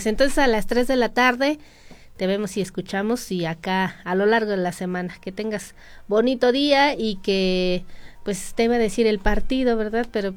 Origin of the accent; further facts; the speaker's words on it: Hidalgo, Mexico; para quienes venimos del Valle del Mezquital, pues la ciudad se vuelve un caos